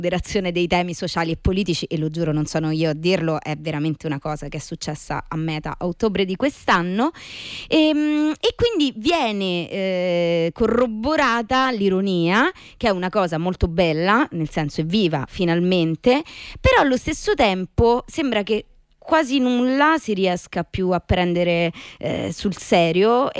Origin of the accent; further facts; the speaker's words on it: Rome, Lazio, Italy; E io sono di Dure Vecchia, quindi okay, capito.